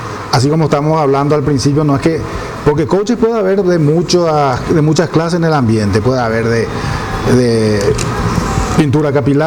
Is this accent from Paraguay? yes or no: yes; Paraguay